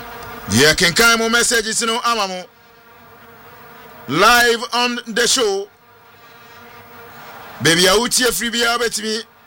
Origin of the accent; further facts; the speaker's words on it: Bono, Ghana; I'm from Bono, so everywhere Bono, I'm from there.